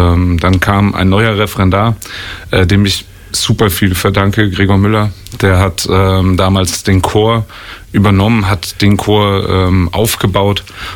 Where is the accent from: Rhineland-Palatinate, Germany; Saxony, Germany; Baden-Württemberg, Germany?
Rhineland-Palatinate, Germany; Mainz; Genau, ich bin in Mainz geboren. Zur Schule gegangen.